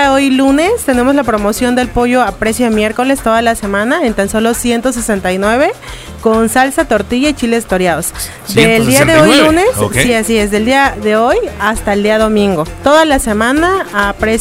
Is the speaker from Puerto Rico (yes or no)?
no; Chiapas, Mexico; pues como buen chiapaneco, ¿no?, nos gusta comer chile